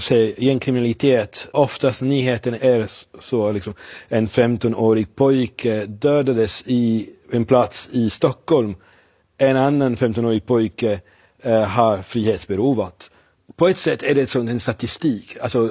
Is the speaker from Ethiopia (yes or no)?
no; Sardinia, Italy; Swedish is a second language; now in Gothenburg, Sweden; Jag pratar svenska ganska bra, men jag var på semester 10 dagar på Sardinien hemma.